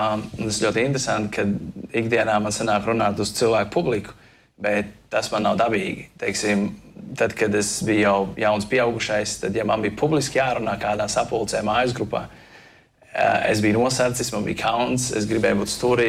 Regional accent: Grobiņa, South Kurzeme Municipality, Latvia; born there; also born or lived in Liepāja, Latvia / Ireland; Un būtībā arī pats uzaugu bērnībā Grobiņā pirmos dažus gadus. Tā ir mana tāda pirmā draudze, kuras atceros, kur mēs uzaugām. Un tad vēlāk, kad gadi 11 bija, te pārcēlēmas dzīvot uz Liepāju.

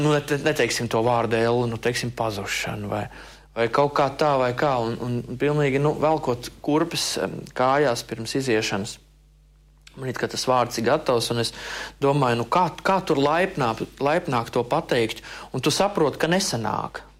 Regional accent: Ainaži, Limbaži Municipality, Latvia; Ainežos, es esmu no Ainežiem. Ainežos viņa nāca klāt un stāstīja mums evaņģēliju.

